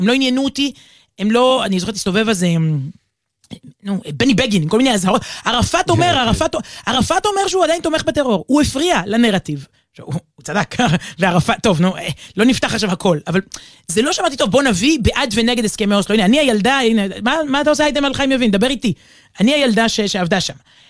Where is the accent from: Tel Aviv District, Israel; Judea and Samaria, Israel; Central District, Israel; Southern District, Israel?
Tel Aviv District, Israel; Tel Aviv; also born or lived in Jerusalem; ברחוב קלאוזנר 14, רמת אביב, גדלתי שם. כשלא הייתי שם, הייתי ברחוב תורה מציון בירושלים.